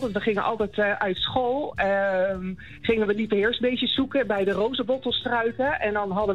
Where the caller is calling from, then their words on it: 's-Gravenzande, South Holland, Netherlands; Ik kom uit Schravenzanden.